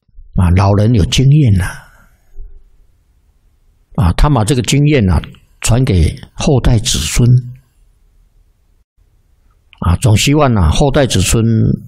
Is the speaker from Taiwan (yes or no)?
yes; Taiwan; 过去我们台湾话啊，也就是闽南语啦